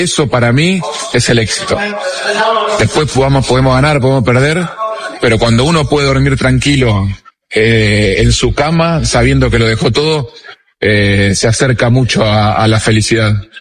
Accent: Ecuador; Yo soy orgulloso de ser ecuatoriano, le gusta a quien le guste, yo soy ecuatoriano.

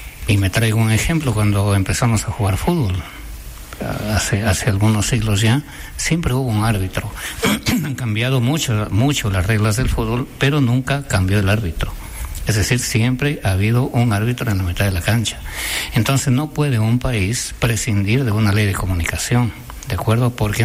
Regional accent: Pindal, Loja, Ecuador; yo pasé mi niñez en un pueblo en Pindal, que me enorgullezco mucho

